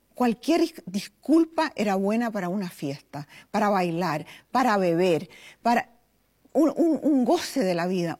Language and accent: Spanish; Chile; moved away as an adult; also born or lived in Venezuela; now in United States